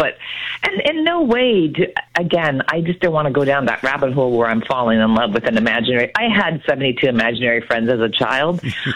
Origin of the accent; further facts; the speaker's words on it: Ontario, Canada; It is going to be a Steeltown girl. I'm from the Sioux